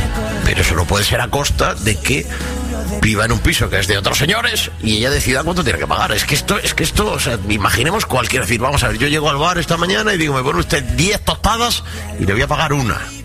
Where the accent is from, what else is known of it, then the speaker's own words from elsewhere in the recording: Níjar, Andalusia, Spain; muy contento de estar en mi pueblo, de estar en Níjar, de estar en las fiestas